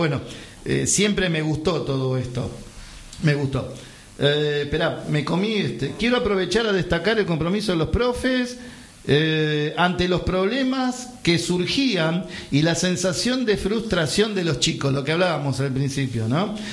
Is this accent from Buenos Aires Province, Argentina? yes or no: yes; Boulogne Sur Mer, Buenos Aires Province, Argentina; Un orgullo para todos los que somos de Boulogne y también para los que somos de San Isidro.